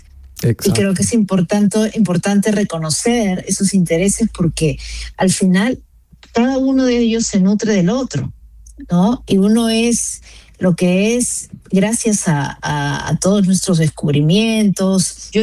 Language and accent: Spanish; Peru; moved away as an adult; now in Switzerland; yo soy peruana, como tú también. Peruana, tengo 5 años viviendo acá en Suiza.